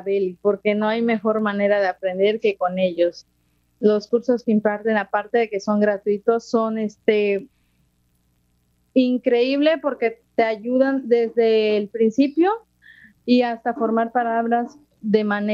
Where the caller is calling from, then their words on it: Coxquihui, Veracruz, Mexico; desde la Sierra de Totonacapan, desde el bello municipio de Coxquiwi, con mucho calor